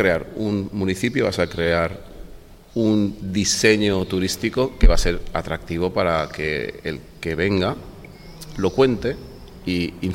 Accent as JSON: {"language": "Spanish", "town": "Benidorm", "region": "Valencian Community", "country": "Spain", "tie": "born or raised there", "said": "Mira, soy nacido en Benidorm y me he criado en la playa de Benidorm y su arena."}